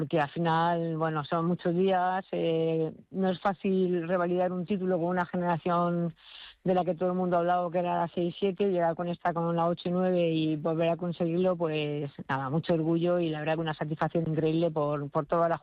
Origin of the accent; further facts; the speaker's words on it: Alcalá de Henares, Community of Madrid, Spain; moved away as an adult; also born or lived in Almería / Elche / Germany; yo soy de Alcalá de Henares.